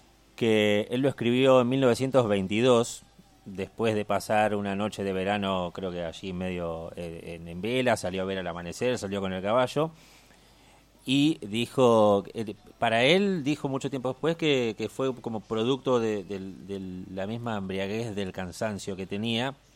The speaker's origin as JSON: {"language": "Spanish", "country": "Argentina", "said": "yo soy de Argentina."}